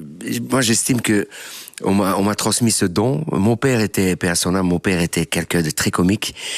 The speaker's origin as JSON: {"language": "French", "town": "Liège", "region": "Wallonia", "country": "Belgium", "moved": "as an adult", "said": "Je suis de Liège et j'ai quitté tout. Je suis parti à Paris tenter ma chance."}